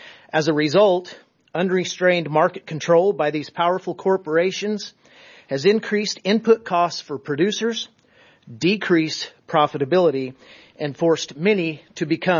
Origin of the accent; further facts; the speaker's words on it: United States; I am an American cattle rancher.